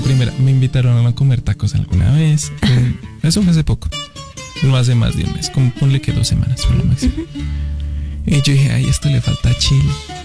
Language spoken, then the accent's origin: Spanish; Colombia; now in Mexico; O sea, como colombianos, o sea, no era el único colombiano, como colombianos nos hicimos notar.